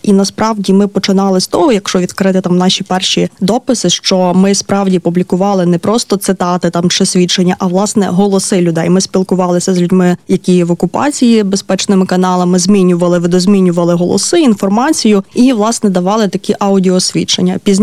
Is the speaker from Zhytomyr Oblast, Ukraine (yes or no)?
no; Lviv Oblast, Ukraine; Я родом з Галичини, з Львівської області